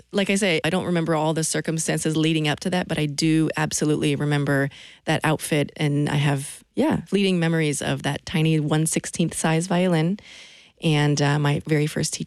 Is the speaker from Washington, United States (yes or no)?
yes; Seattle, Washington, United States; growing up in Seattle